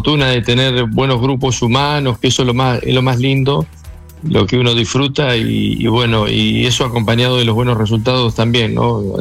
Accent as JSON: {"language": "Spanish", "country": "Argentina", "moved": "yes", "said": "Yo soy argentino"}